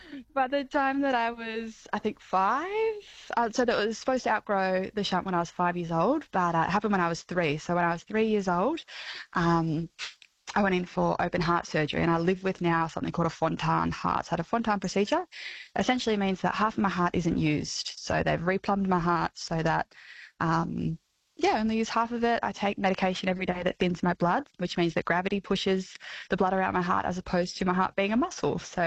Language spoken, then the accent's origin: English; Dubbo, New South Wales, Australia; born there; So I was born in, very far away from you lot, but I was born in Dubbo in New South Wales